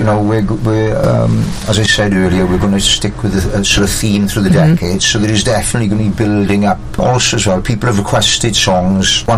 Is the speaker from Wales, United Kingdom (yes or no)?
yes; Burry Port, Wales, United Kingdom; We also did the summer festival in Ballyport, which is my hometown